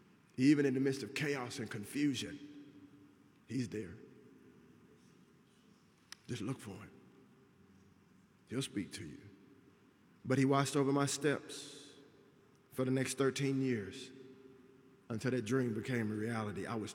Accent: Texas, United States; I'm from Texas, it would have been an easy deal.

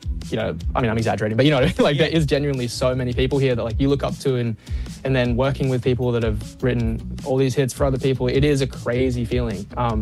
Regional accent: Perth, Western Australia, Australia; now in Los Angeles, United States; Yeah, I'm from Perth.

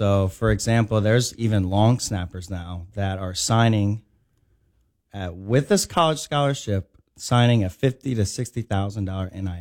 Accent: Louisiana, United States; I'm from Louisiana, so being able to come back home and build something that can help young athletes here is really important to me.

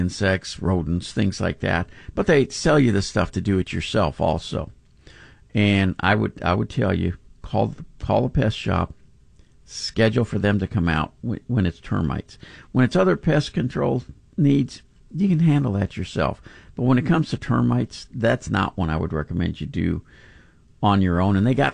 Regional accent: Pasadena, Texas, United States; moved away as an adult; now in Denton County, United States; I'm in Houston typically Monday through Friday. I grew up in Pasadena, so that's where I have a place when I'm down here.

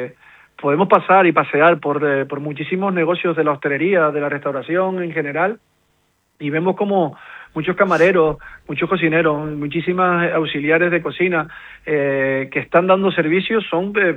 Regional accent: Canary Islands, Spain; los canarios siempre hemos sido un pueblo de acogida, un pueblo de integración, que los migrantes han venido históricamente, nosotros fuimos migrantes y ahora somos tierra de inmigrantes

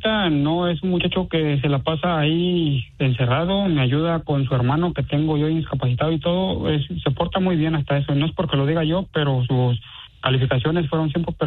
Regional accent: Guadalajara, Jalisco, Mexico; Yo soy de Guadalajara, Jalisco, de un rancho que se llama La Sauceda, Jalisco.

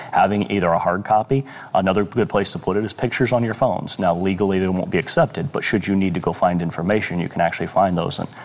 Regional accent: Midwest, United States; now in Florida, United States; I'm from the Midwest originally, but you see so much fraud down here

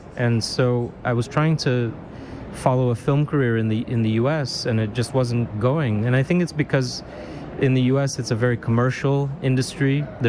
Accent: São Paulo, Brazil; I think my hometown audience here in São Paulo, I think they're my main audience.

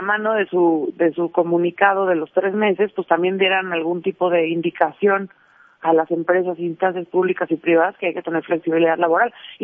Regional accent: Mexico; la mayoría de las familias mexicanas hacemos nuestra vida cotidiana alrededor del calendario escolar.

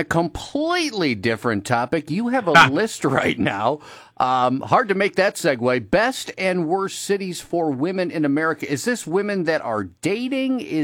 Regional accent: Toledo, Ohio, United States; Can you tell me if my hometown of Toledo, Ohio, is in the bottom five?

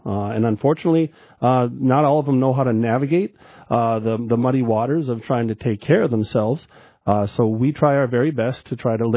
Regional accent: Arthur, North Dakota, United States; I'm from Arthur.

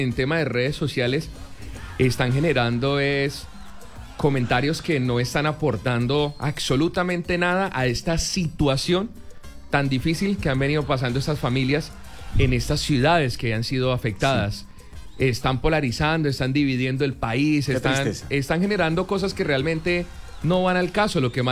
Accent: Colombia; como colombianos, somos una sola nación en este momento

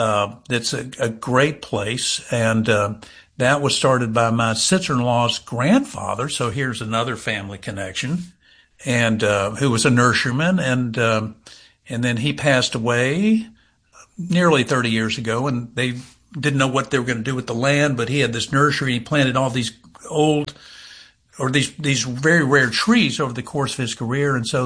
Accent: Louisville, Kentucky, United States; when I moved back, I grew up in Louisville, so I knew Louisville well.

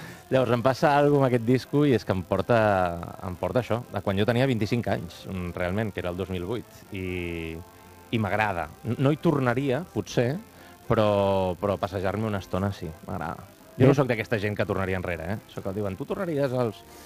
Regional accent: Manresa, Catalonia, Spain; He treballat molt a Manresa, en el món de l'hostaleria, que jo sóc de Manresa

